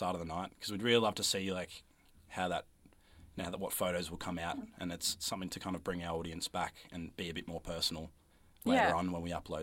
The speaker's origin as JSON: {"language": "English", "town": "Dromana", "region": "Victoria", "country": "Australia", "tie": "born or raised there", "said": "the Dramana Drive-In where I grew up"}